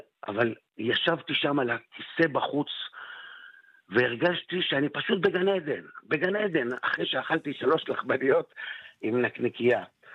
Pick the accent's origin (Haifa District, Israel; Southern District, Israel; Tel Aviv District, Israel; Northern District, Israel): Northern District, Israel; Kiryat Shmona; אנחנו גדלנו בדור, במקום, בקריית שמונה, כן, שלא כל המשפחות האלה הם כסף לקנות חולצה בחנות